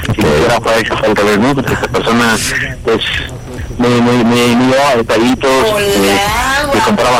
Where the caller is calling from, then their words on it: Naucalpan, State of Mexico, Mexico; Estamos aquí en Naucalpan, tengo 37.